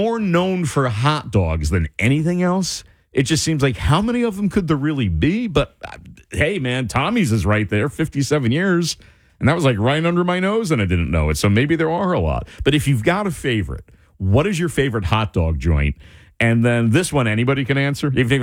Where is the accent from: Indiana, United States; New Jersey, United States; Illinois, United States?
New Jersey, United States; Rahway; because I grew up in Rahway, been to Elizabeth so many times.